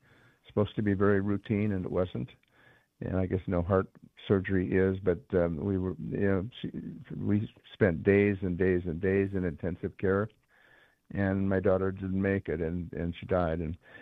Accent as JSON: {"language": "English", "town": "Regent", "region": "North Dakota", "country": "United States", "tie": "born or raised there", "said": "I was born in Dickinson, North Dakota, at St. Joseph's Hospital, and they took me back to Regent. I think it's a town of, it was about 280 people or so."}